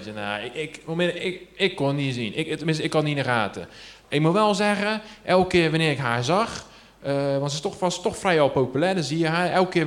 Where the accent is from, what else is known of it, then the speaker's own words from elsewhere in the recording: Rotterdam, South Holland, Netherlands; Ik kom uit IJsselmonde. Hier zie je hier vandaan. Om het hoekje. Ik ben opgegroeid daar.